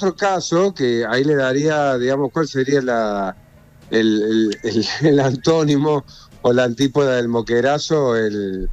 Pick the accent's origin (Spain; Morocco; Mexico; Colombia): Spain; now in Argentina; pero como buen gallego, a mí lo único que me da bronca es que el campeón del mundo sea la gente que tiene los peores cantitos de cancha de la historia, ¿no? Soy español.